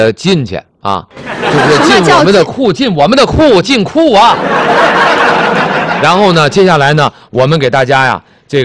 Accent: Tianjin, China; 咱都是天津人。

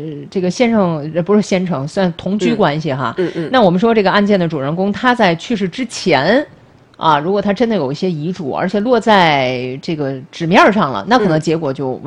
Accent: China; 就是好像我们中国人自古

